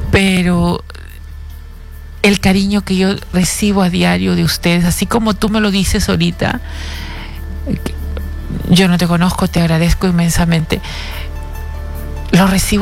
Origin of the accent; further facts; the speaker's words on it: Peru; A mí me duele porque soy peruana, porque soy persona, porque soy gente.